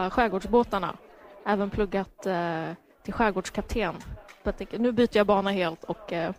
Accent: Sollentuna, Stockholm County, Sweden; born there; also born or lived in Uppsala; födelseort är Uppsala, men jag har bott de senaste 16 åren i Sollentuna utanför Stockholm.

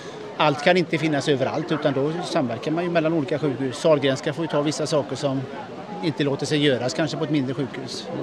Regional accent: Alingsås, Västra Götaland County, Sweden; Jag är från Alingsås.

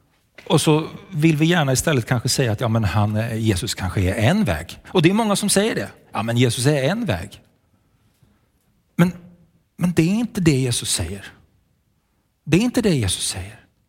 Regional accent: Sweden; men jag kommer från Sverige.

